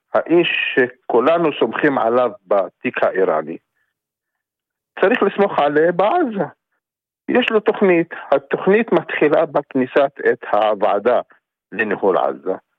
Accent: Palestine; אני עכשיו פלסטיני, אבל מכיר טוב את הישראלים

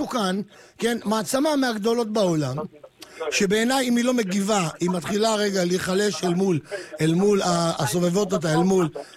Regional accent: Ramla, Central District, Israel; אני ילד רחוב, אני גדלתי ברמלה, ילד רחוב

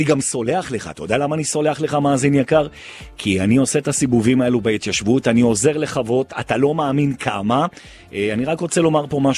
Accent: Jerusalem, Jerusalem District, Israel; born there; אני ירושלמי. אני נולדתי בירושלים והחלום שלי זה להיקבר בירושלים.

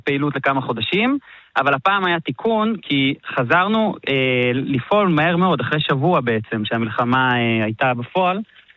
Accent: Beit Hillel, Northern District, Israel; אני נולדתי בצפון, במושב בית הלל, כל החיים כאן

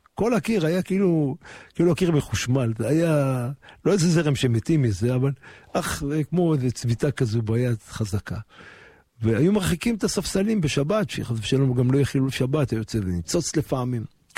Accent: Jerusalem, Jerusalem District, Israel; ושם גדלנו.

